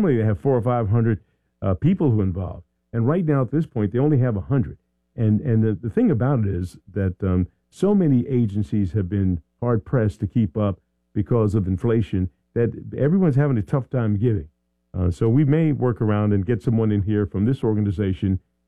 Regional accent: Philadelphia, Pennsylvania, United States; I'm from Philly.

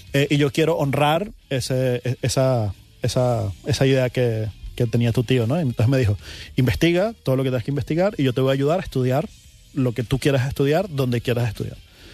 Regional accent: Barquisimeto, Lara, Venezuela; also born or lived in Caracas; Claro, porque yo entré en un colegio en cuarto grado, porque me fui de Caracas a Barquisimeto. Llegué a un colegio donde todo el mundo ya se conocía, yo era el extraño.

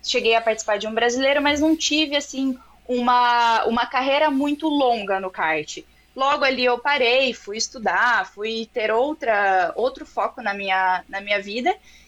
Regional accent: Campo Mourão, Paraná, Brazil; Eu sou natural, do Paraná, de Campo Mourão.

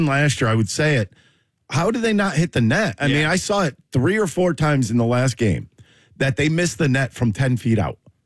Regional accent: Connecticut, United States; moved away; I'm from Connecticut.

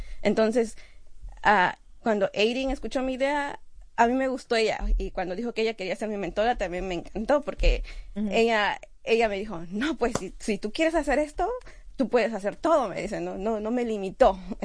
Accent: Mexico; Pues soy mexicana y me gusta mucho

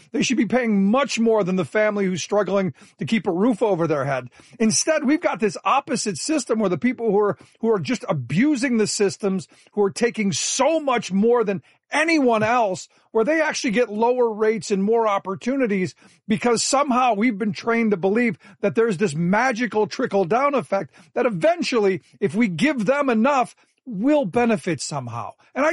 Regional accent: Cleveland, Ohio, United States; No, look, I grew up in Cleveland

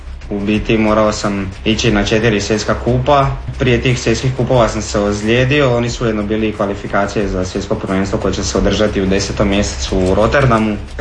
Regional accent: Croatia; tu kod nas u našem Zagrebu, u našoj domovini.

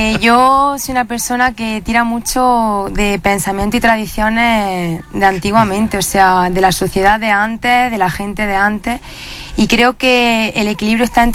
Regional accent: Cazorla, Andalusia, Spain; nosotros somos realmente de Cazorla.

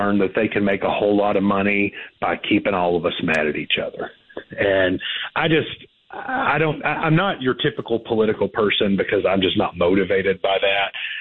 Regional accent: Texas, United States; Well, you know, I'm a Democrat from East Texas. And when I was growing up, as you noted, in the 90s, we were all Democrats out in East Texas. I'm from a farm family out there.

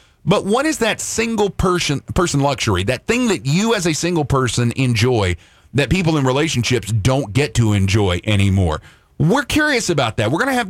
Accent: Deep South, United States; growing up in the Deep South belt buckle of the Bible Belt.

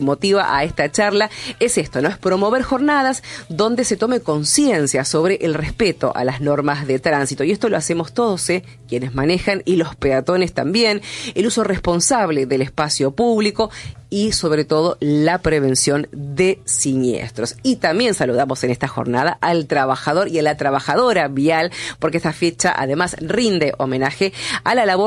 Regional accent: Argentina; cómo somos los argentinos en los caminos

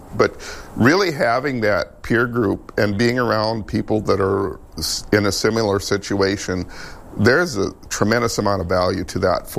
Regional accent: Scotland, South Dakota, United States; I'm from Scotland, South Dakota

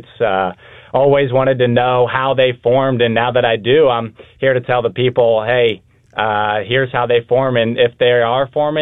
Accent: Kansas City, Missouri, United States; I'm originally from Kansas City

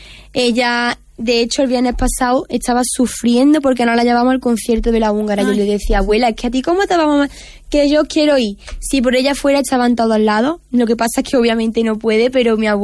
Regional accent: Antequera, Andalusia, Spain; yo llevo Antequera por bandera porque al final la tierra que me ha visto crecer. Aquí están mis raíces

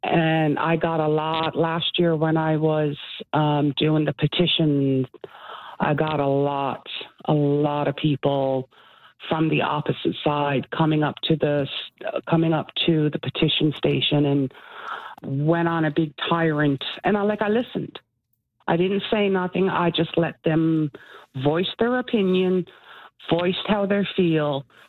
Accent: Stephenville, Newfoundland and Labrador, Canada; moved away as an adult; also born or lived in Nova Scotia / Winnipeg; now in Fort McMurray, Canada; I was born and raised in Stephenville, and I moved to Fort McMurray the 26th of June, 1988, fresh out of high school, and right straight to Fort McMurray. I left and I went to Nova Scotia. I went to Winnipeg

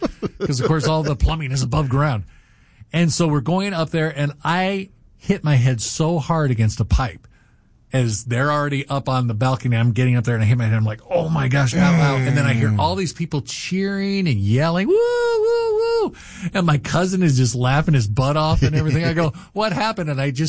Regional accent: California, United States; I grew up in Southern California.

